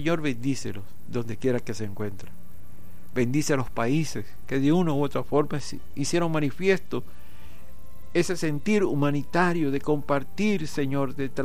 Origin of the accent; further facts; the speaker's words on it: Venezuela; como venezolanos, como compatriotas